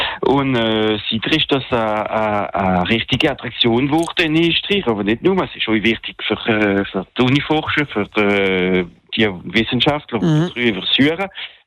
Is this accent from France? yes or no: yes; Grand Est, France